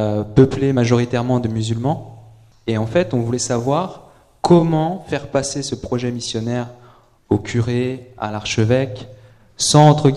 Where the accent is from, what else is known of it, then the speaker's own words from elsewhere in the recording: Reims, Grand Est, France; donc je viens de Reims.